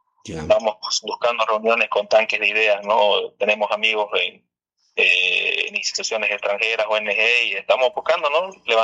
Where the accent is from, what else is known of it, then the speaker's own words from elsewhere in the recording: Bolivia; Claro, somos bolivianos